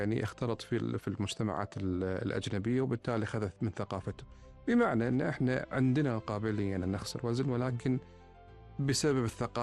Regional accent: Kuwait; قلت له من الكويت.

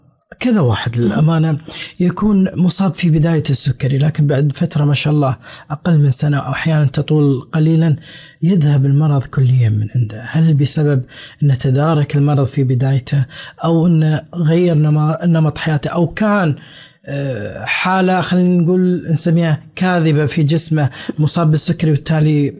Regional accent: Kuwait; ليش دائما يتأخر العلاج عندنا بالكويت؟

